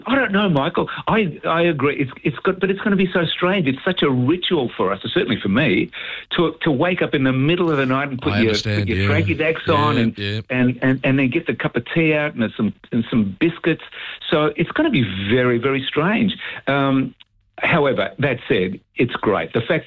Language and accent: English; Victoria, Australia; certainly I come from Victoria, so, you know, big on the AFL.